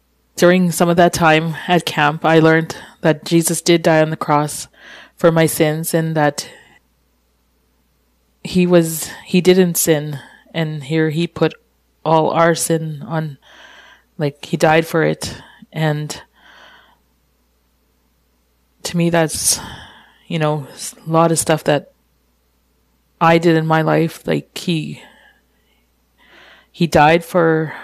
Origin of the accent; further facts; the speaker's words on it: Kikino, Alberta, Canada; I come from Kikino Métis Settlement here. It's in Alberta. I grew up here in Kikino with my parents and two brothers and three sisters.